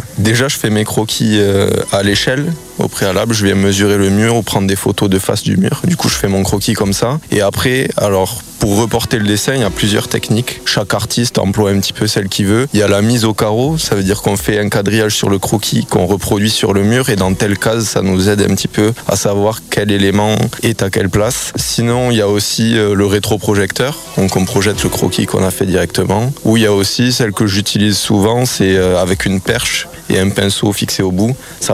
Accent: Occitanie, France; now in Toulouse, France; Initialement, mes parents sont de Beaucaire et moi maintenant j'habite à Toulouse, mais je fais toujours des allers-retours l'été pour venir faire quelques projets dans le Gers.

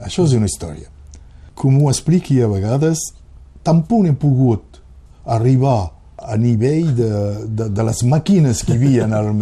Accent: Théza, Occitania, France; jo soc he nascut a Tesà

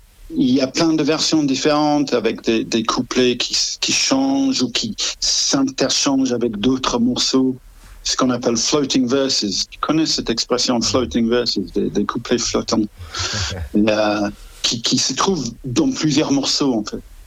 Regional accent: England, United Kingdom; French is a second language

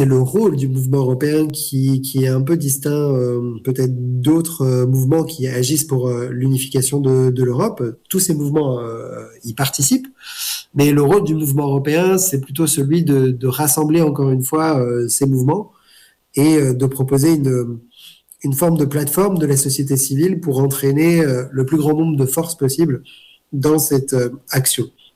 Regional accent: Grand Est, France; J'ai grandi en Alsace, qui a été une terre qui a connu aussi ces différents conflits et les crimes et l'histoire tragique du XXe siècle.

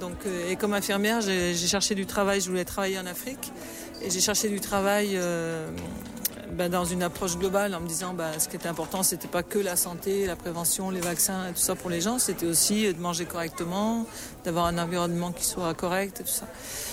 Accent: the Alps, France; par exemple dans mon pays, moi je viens des Alpes, on brûlait pour débarrasser l'herbe, on brûlait.

